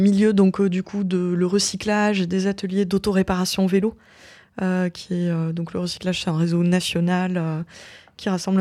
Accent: South-West France, France; moved away; à la base, je viens du Sud-Ouest.

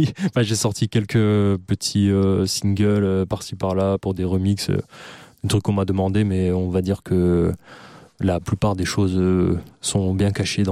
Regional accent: Auvergne-Rhône-Alpes, France

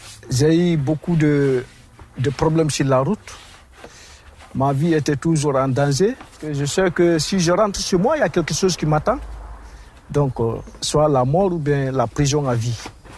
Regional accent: Guinea; Je viens de Guinée-Conakry.

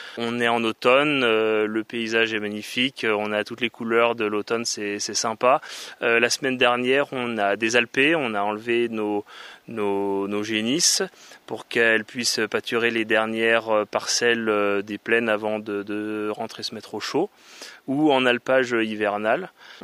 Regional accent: Gruffy, Auvergne-Rhône-Alpes, France; J'ai 32 ans, j'habite à Gruffy. J'ai un peu toujours vécu à Gruffy.

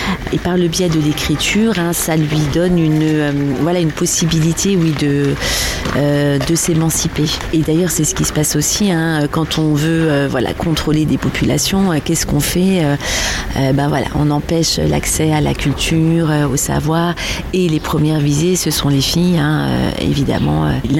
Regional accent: Brittany, France; Moi, je suis originaire de Bretagne

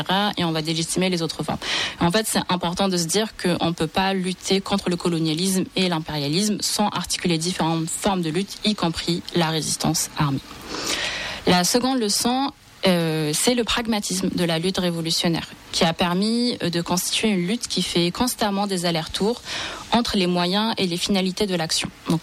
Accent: Algeria; en tant qu'Algérien, on a vraiment grandi avec la lutte du palestinien

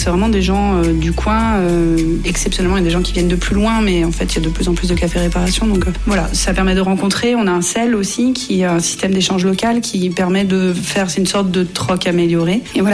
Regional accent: Auvergne-Rhône-Alpes, France; je viens du Beaujolais.

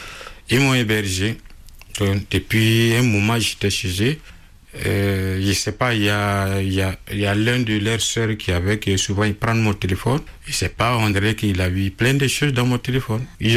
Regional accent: Mali; moved away as an adult; now in France; Comme je suis malien

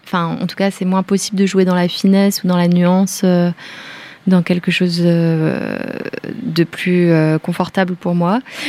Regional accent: Bourgogne-Franche-Comté, France; c'est le Haut-Jura, nous, on vient du Jura.

